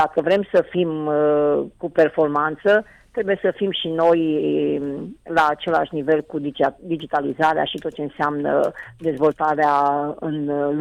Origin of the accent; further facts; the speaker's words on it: Romania; Noi ne împotrivim ca și români